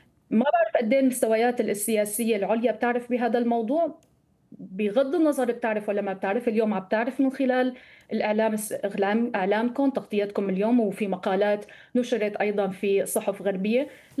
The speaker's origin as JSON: {"language": "Arabic", "country": "Syria", "said": "أقصى جملة سمعناها نحن كسوريين بعد التحرير"}